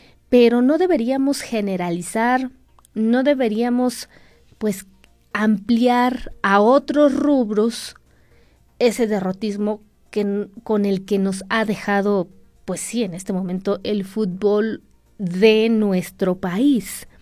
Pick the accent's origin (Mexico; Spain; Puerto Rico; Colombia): Mexico